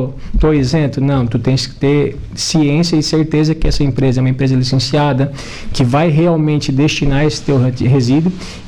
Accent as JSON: {"language": "Portuguese", "town": "Araranguá", "region": "Santa Catarina", "country": "Brazil", "said": "Eu sou de Araranguá, eu trabalho lá, mas eu sou aqui de Araranguá"}